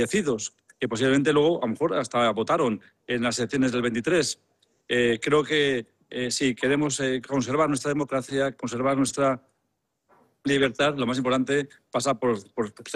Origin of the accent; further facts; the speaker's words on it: Spain; yo lo que exijo es, como español y como alcalde, es que se cumpla a rajatabla la ley